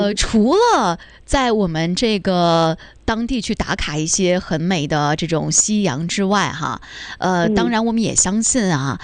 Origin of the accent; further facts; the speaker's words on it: Inner Mongolia, China; 因为土生土长的内蒙人嘛